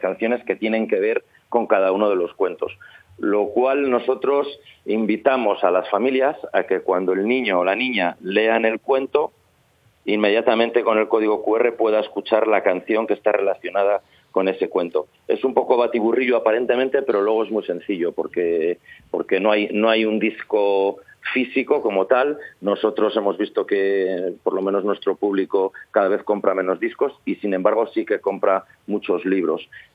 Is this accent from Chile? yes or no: no; Valladolid, Castile and León, Spain; nosotros, que estamos un poquito más abajo, que somos de Valladolid.